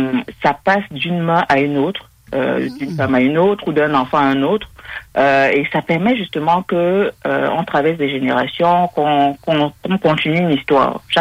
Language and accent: French; Cameroon; Je suis originaire du Cameroun.